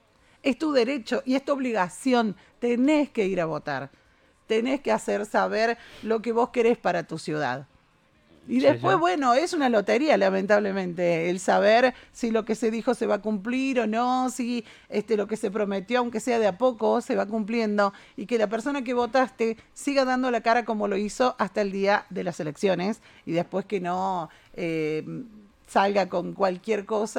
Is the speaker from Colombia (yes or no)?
no; Córdoba, Argentina; yo crecí en Barrio General Bustos, vivo en la casa donde nací